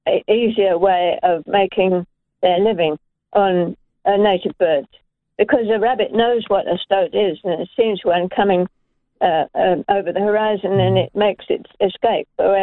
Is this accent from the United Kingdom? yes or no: yes; England, United Kingdom; moved away as an adult; now in New Zealand; I'm English myself.